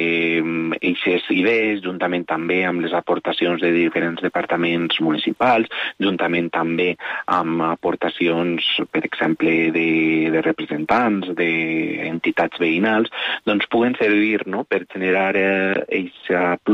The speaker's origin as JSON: {"language": "Catalan", "town": "Bocairent", "region": "Valencian Community", "country": "Spain", "said": "no només per als qui som ja residents de Bocairent"}